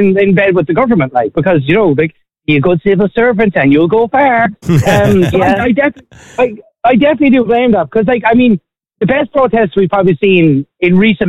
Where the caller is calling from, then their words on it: Ireland; So as Irish people, we're a very duplicitous people.